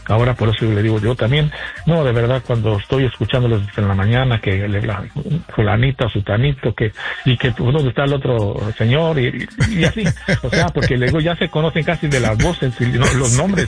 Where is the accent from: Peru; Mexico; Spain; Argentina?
Mexico; León, Guanajuato; en un club de ahí de México que se llama El León, soy del estado de Guanajuato